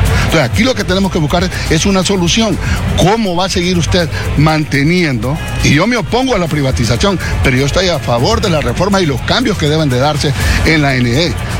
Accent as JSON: {"language": "Spanish", "country": "Honduras", "said": "No porque somos hondureños, es que los hondureños son bonitos, voy a meter $1,000,000,000 aquí."}